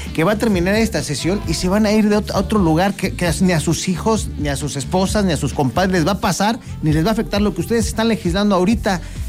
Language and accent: Spanish; Mexico; nosotros en México, nosotros los latinoamericanos somos cálidos.